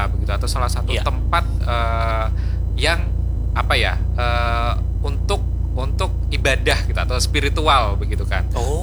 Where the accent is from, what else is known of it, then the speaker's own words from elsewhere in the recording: Java, Indonesia; berhubung saya juga orang Jawa begitu